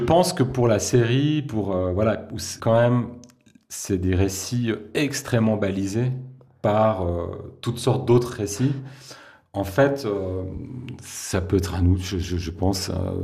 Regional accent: Switzerland; on est Suisse

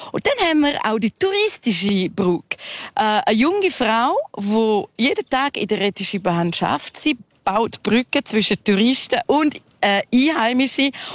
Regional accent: Trun, Grisons, Switzerland; German is a second language; Wir haben alle dann die Sprache Romansch müssen lernen. Als Spanierin habe ich mich sehr integriert in der Romanchia. Ich bin in Traun aufgewachsen.

